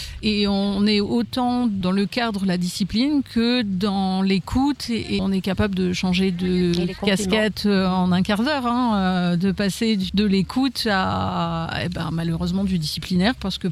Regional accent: Cuise-la-Motte, Hauts-de-France, France; Je suis native du secteur, je suis native de Cuisy-la-Motte.

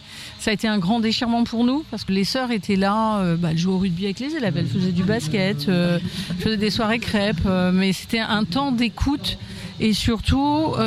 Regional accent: Cuise-la-Motte, Hauts-de-France, France; Je suis native du secteur, je suis native de Cuisy-la-Motte.

